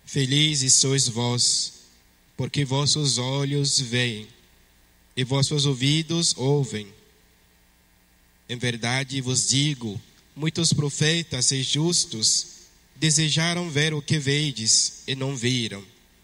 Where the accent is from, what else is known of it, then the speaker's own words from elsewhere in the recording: Togo; first language French; Portuguese is a second language; moved away as an adult; now in Brazil; Acho que vocês perceberam que o meu sotaque é diferente, não é? Eu sou de língua francesa, né? De um país que se chama Togo, na África. Apesar de estar no Brasil há 9 anos